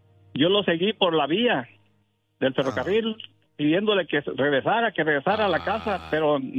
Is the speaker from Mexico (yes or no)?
yes; Santiago Ixcuintla, Nayarit, Mexico; now in Washington, United States; yo soy nayarita.